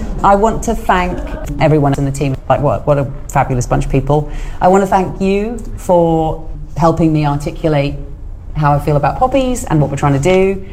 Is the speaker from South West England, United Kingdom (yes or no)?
no; Isle of Wight, South East England, United Kingdom; I grew up on the Isle of Wight.